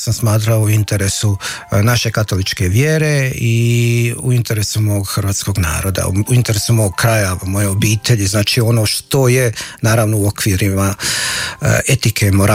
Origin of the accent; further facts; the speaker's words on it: Posušje, Federation of Bosnia and Herzegovina, Bosnia & Herzegovina; moved away as an adult; now in Zagreb, Croatia; ja sam iz Hercegovine rodom, iz Posušja, jedno selo pored Posušja, Bračanac. Tamo sam odrastao i onda sam završio u Zagrebu kao student pravnog fakulteta.